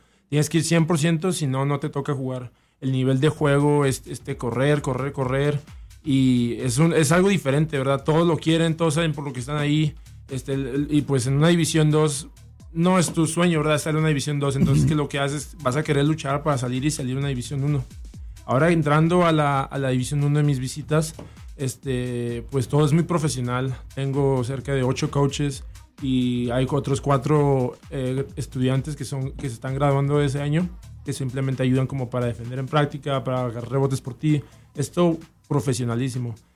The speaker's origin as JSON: {"language": "Spanish", "town": "Camargo", "region": "Chihuahua", "country": "Mexico", "tie": "born or raised there", "also_born_or_lived": "Juárez / Lacey, Washington", "said": "Soy jugador de básquetbol. Soy un chihuahuense. Nacido en Juárez, criado en Camargo."}